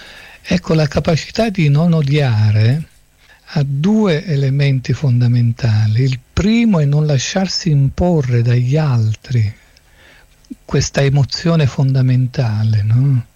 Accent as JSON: {"language": "Italian", "town": "Naples", "region": "Campania", "country": "Italy", "said": "Io che vengo da Napoli"}